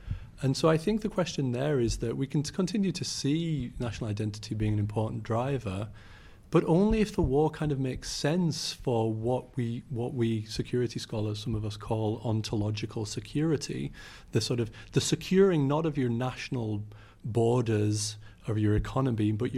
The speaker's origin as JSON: {"language": "English", "country": "United States", "said": "I'm speaking here as an American citizen, not a British citizen."}